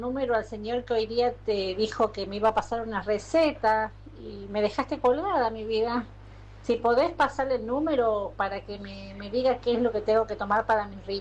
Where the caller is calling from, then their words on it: Salta, Argentina; de Salta, escuchándote por la aplicación.